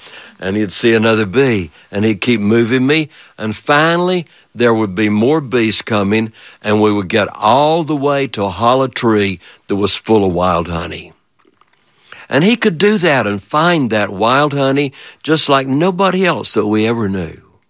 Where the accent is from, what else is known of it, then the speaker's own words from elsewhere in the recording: North Carolina, United States; When I was a little boy, I grew up in the Smoky Mountains in North Carolina.